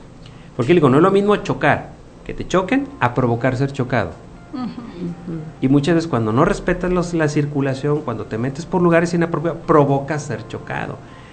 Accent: Mexico; porque somos mexicanos.

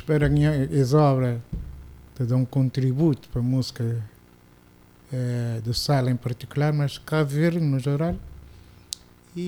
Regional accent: Sal, Cape Verde; a minha é sala, eu sou um salgadinho mais salgado do que salgado

